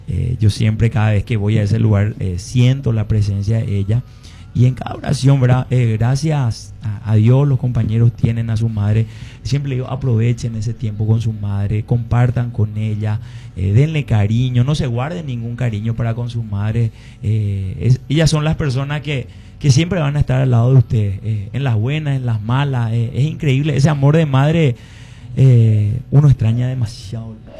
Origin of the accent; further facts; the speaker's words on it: Coronel Oviedo, Caaguazú, Paraguay; Este es nuestro momento como paraguayos, como vetense y como colorado de bien